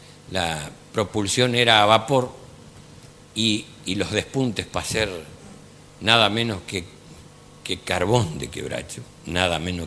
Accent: Chaco, Argentina; Saben también ustedes que yo soy del Chaco.

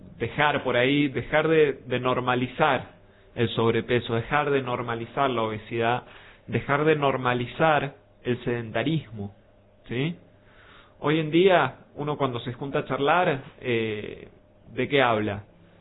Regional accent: Argentina; Muchas veces el cariño que tenemos como argentinos, como sociedad afectuosa que somos, por ahí terminamos confundiendo y normalizando todo esto

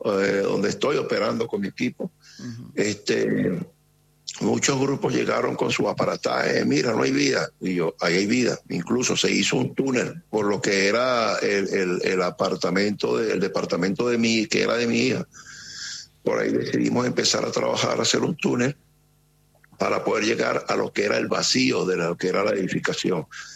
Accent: Caracas, Capital District, Venezuela; yo no soy del estado de La Guaira, soy de la ciudad capital de Caracas

